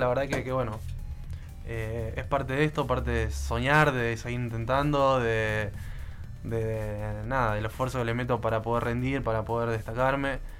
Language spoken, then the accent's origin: Spanish; Río Gallegos, Santa Cruz, Argentina; yo siempre orgulloso de mi Río Gallegos, de Santa Cruz.